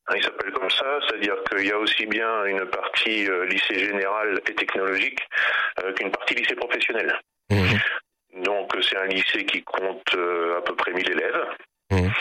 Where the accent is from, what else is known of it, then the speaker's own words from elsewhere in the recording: Normandy, France; Je viens de Normandie, bien sûr